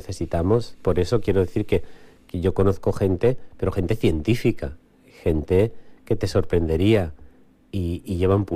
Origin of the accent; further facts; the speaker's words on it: Huesca, Aragon, Spain; Cuando yo salía aquí en mi adolescencia en Huesca, bueno, eso a finales de los 80, pues yo tendría 18, 20 años.